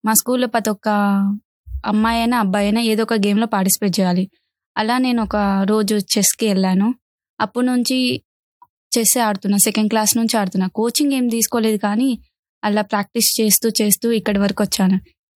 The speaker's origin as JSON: {"language": "Telugu", "town": "Nagarajupalli", "region": "Andhra Pradesh", "country": "India", "tie": "born or raised there", "said": "Sir, మా ఊరు ఒక చిన్న పల్లెటూరు, నాగరాజుపల్లి అని, అది కడప జిల్లాలో ఉంటుంది."}